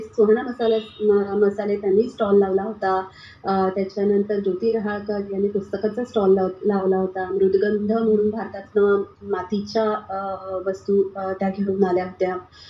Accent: Mumbai, Maharashtra, India; मुंबईचे तरी माझं मूळ कोकण

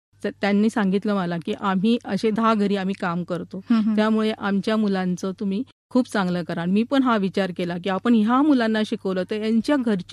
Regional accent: Nashik, Maharashtra, India; moved away as an adult; now in Palghar, India; माझं नाशिक इथं शिक्षण झालंय. मी मूळची नाशिकचीच, पण मी लग्न करून तारापूरला गेली.

